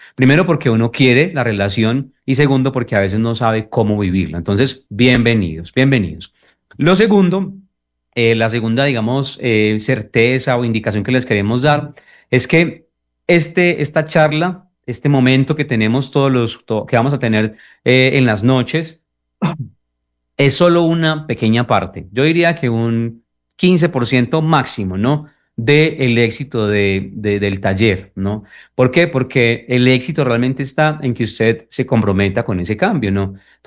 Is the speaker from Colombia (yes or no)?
yes; Colombia